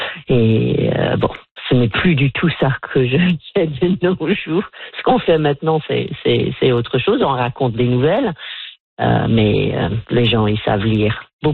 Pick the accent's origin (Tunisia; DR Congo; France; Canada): Canada; Nova Scotia; born there